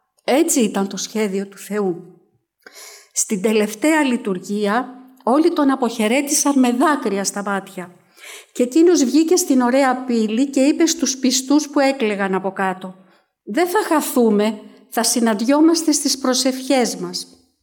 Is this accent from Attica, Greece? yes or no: yes; Athens, Attica, Greece; Γεννήθηκα και μεγάλωσα στην Αθήνα.